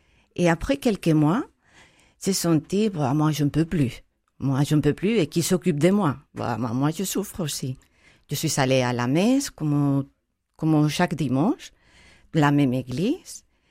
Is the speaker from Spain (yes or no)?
yes; Spain; French is a second language; Et moi je dis, si je suis espagnole et je peux le faire, vous pouvez le faire vous.